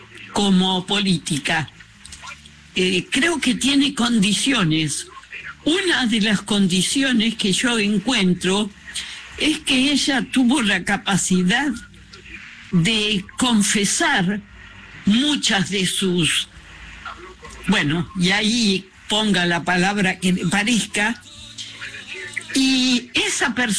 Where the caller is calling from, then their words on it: Belgrano, Buenos Aires, Argentina; de Belgrano